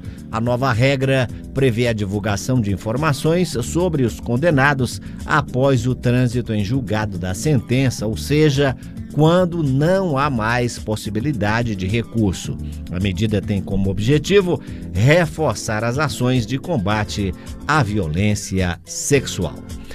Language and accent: Portuguese; Viana, Maranhão, Brazil; Tô descendo pra cidade dos Lagos Congelados, da Baixada Maranhense, Viana, minha terra querida.